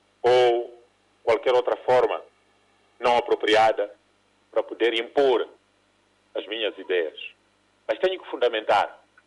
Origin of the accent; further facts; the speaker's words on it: Mozambique; Somos todos irmãos, moçambicanos